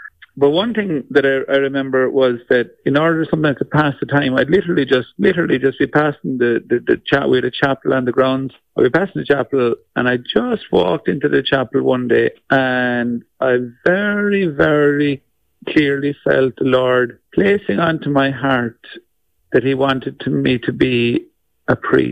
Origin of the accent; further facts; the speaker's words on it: Ballineen, Munster, Ireland; I was born in the last millennia now, this stage, but I was born into a family with a family farm about an hour west of Cork City. It's a little village called Ballinene.